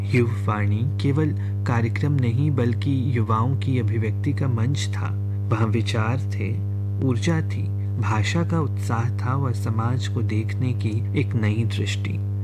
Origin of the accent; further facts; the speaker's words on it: Gorakhpur, Uttar Pradesh, India; मेरा बचपन गोरखपुर में बीता, शुरुआती शिक्षा भी वहीं हुई।